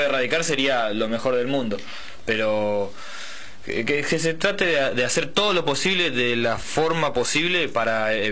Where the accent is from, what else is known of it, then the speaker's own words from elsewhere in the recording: Florencio Varela, Buenos Aires Province, Argentina; yo soy de Varela